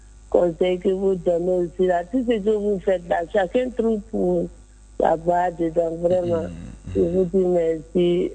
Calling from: Bouaké, Vallée du Bandama, Côte d’Ivoire; J'appelle de Boaké.

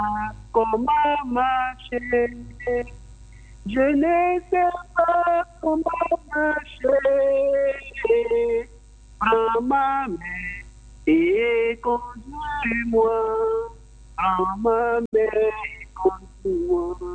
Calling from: Abidjan, Côte d’Ivoire; J'appelle de Yopougon-Trois-Rouges.

